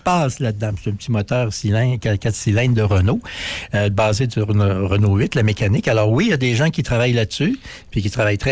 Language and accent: French; Quebec, Canada; et ça s'est fait chez nous au Québec.